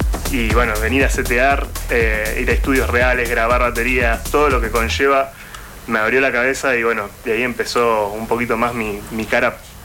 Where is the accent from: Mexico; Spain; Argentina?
Argentina; Viedma, Río Negro; moved away as an adult; now in Rosario, Argentina; yo no soy de acá, soy de Viedma, Río Negro. Me vine acá a los 18. Y bueno, pero ya estoy viviendo, ya me considero un rosarino ya, podríamos decir.